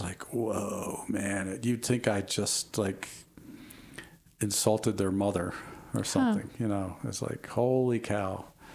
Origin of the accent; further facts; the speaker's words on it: Philadelphia, Pennsylvania, United States; moved away as an adult; I learned quickly when I moved to the South, because, I'm from Philadelphia, and you don't survive in Philadelphia if you're not sarcastic.